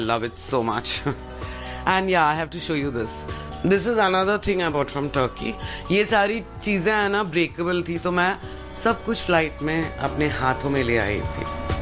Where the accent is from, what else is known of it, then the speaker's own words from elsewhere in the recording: Kolkata, West Bengal, India; मेरा जन्म कलकत्ता में हुआ था, मैंने वहाँ पे स्कूलिंग कंप्लीट की थी। उसके बाद हम लोग बॉम्बे आ गए थे